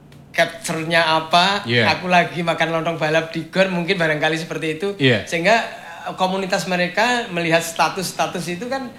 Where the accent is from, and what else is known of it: Bojonegoro, East Java, Indonesia; also born or lived in Surabaya; now in Tuban, Indonesia